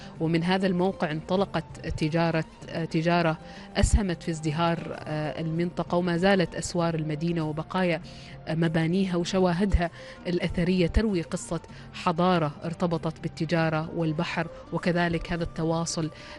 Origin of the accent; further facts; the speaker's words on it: Oman; سلطنه عمان في ثقافتها، في موروثاتها، في لهجاتنا.